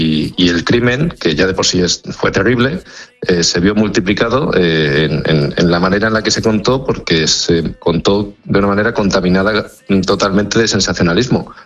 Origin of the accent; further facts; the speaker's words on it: Extremadura, Spain; que en mi tierra, que en Extremadura, había ocurrido esto. Es decir, cuando yo era pequeño, digamos, nadie me contaba que había pasado esto.